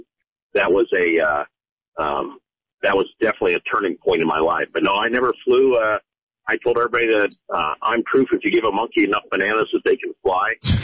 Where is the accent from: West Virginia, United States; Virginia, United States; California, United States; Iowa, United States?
Iowa, United States; Council Bluffs; I grew up in Councilless, Iowa, just across the river from Omaha.